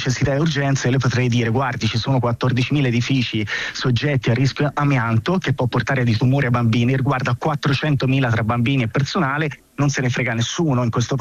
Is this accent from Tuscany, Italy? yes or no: yes; Prato, Tuscany, Italy; now in Rome, Italy; io sono originario di Prato